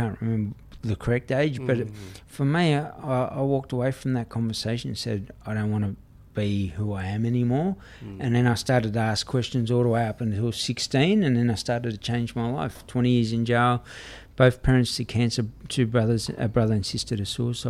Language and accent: English; Sydney, New South Wales, Australia; also born or lived in Walgett; I grew up in Redfern